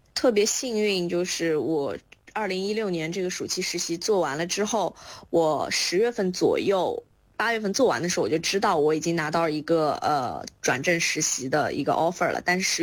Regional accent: Shanghai, China; 我是上海人

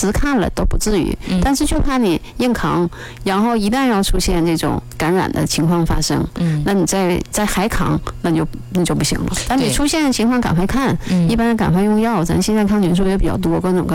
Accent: Northeast China, China; 尤其我们东北人很少遇到这样的一个气候

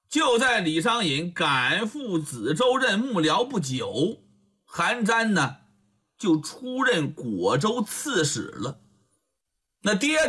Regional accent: China

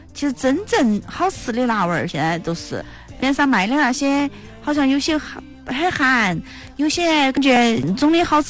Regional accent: Chongqing, China; 在我们重庆哈，这个院落里头哈，逢年过节都是，哎，就是喜欢。

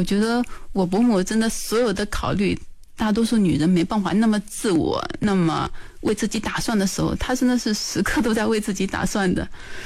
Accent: China

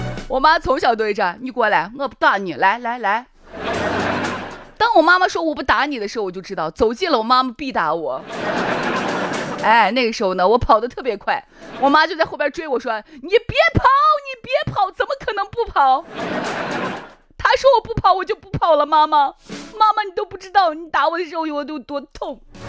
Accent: Shaanxi, China; 我们陕西人

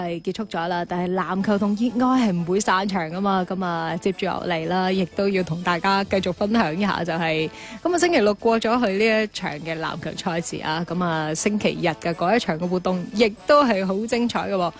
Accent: Jiangmen, Guangdong, China; 咁啊呢个歌声亦都係属于我哋江门人独有嘅浪漫同温情啊。

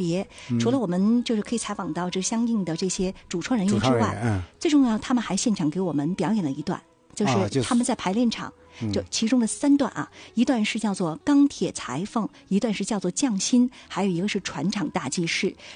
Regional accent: Dalian, Liaoning, China; 这首歌是我们大连人非常喜欢的

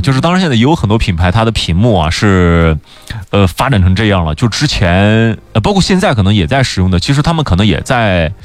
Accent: China; 我们中国人

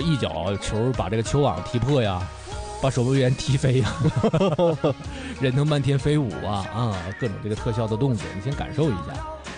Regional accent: Dalian, Liaoning, China; 而且导演和编剧是咱们大连人，而且很自豪啊！

